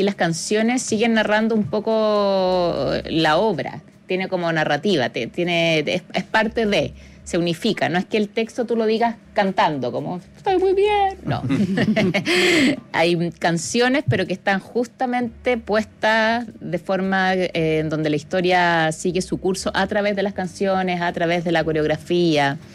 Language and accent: Spanish; Spain; Y nosotras dos con Emilia Noguera somos las españolas que venimos a dejar un poco la...